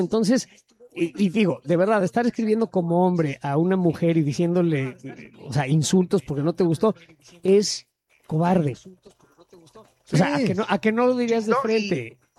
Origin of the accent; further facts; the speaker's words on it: Mexico; now in United States; como ser mexicano en Estados Unidos. Y todos los mexicanos están aquí legalmente y todos los mexicanos trabajan en la cocina.